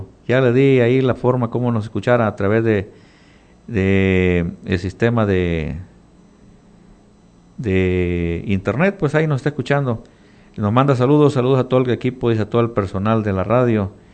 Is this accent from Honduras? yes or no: yes; Honduras; born there; Como muchos saben, soy nacido en Honduras.